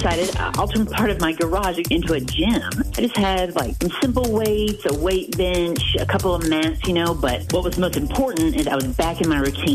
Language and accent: English; Oregon, United States; I'm from Oregon.